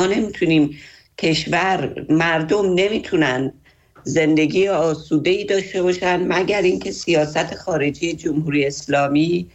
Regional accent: Iran; من هم به عنوان یک ایرانی

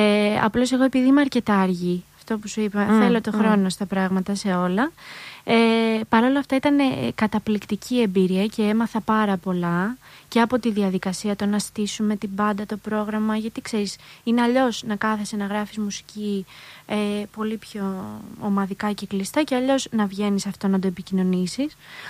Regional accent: Aigio, West Greece, Greece; moved away as an adult; also born or lived in Ioannina; Μεγάλωσα και στο Αίγιο στην επαρχία

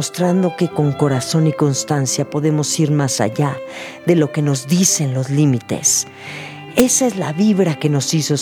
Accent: Mexico City, Mexico; soy un músico nacido y criado en la Ciudad de México.

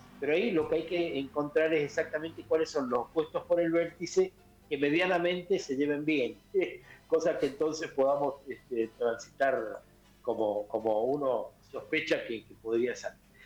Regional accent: Mendoza, Argentina; Me faltó la S final porque soy mendocino.

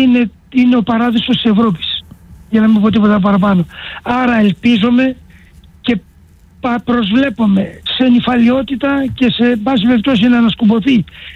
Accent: Chios, North Aegean, Greece; Ξέρετε πώς ο τόπος μου, πανέρχομαι, γιατί εντάξει, είμαι και βουλευτής του τόπου, της Χίου.

